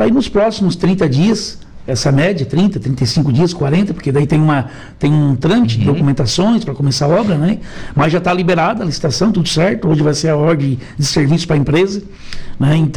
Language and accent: Portuguese; Araranguá, Santa Catarina, Brazil; para mim, que sou do Caveirazinho, estou muito feliz